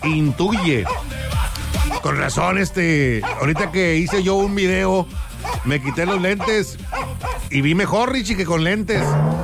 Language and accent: Spanish; Mexico; soy mexicano y no me va a ganar el despertador.